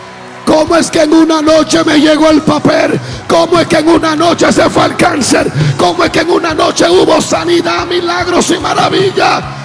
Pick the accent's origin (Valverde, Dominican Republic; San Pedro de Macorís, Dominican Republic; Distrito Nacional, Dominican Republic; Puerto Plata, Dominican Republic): San Pedro de Macorís, Dominican Republic; como dominicano tigre en ese tiempo, cristiano pero sabio